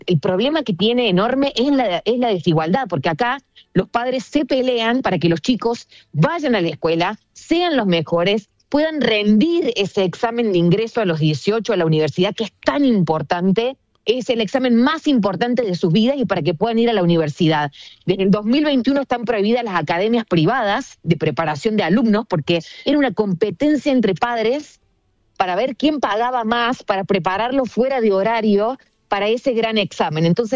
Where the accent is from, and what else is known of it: Argentina